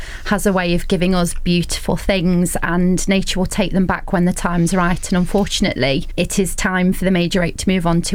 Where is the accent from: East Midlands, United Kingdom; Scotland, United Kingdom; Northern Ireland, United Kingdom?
East Midlands, United Kingdom; I grew up running around Sherwood Forest, acting out the stories.